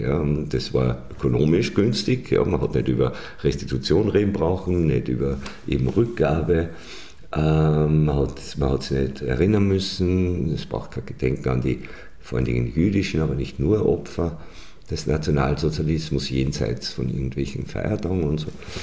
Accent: Upper Austria, Austria; wir sind in Oberösterreich aufgewachsen

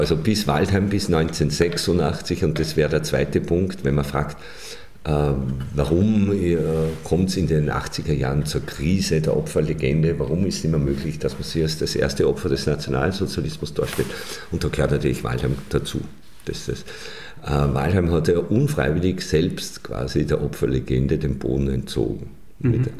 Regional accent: Upper Austria, Austria; wir sind in Oberösterreich aufgewachsen

